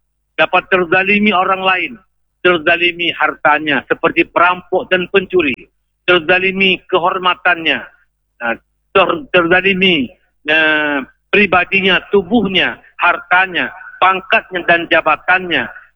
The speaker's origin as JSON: {"language": "Indonesian", "region": "Aceh", "country": "Indonesia", "said": "Kita orang Aceh, orang lain segan kepada kita karena kita adalah Serambi Mekah."}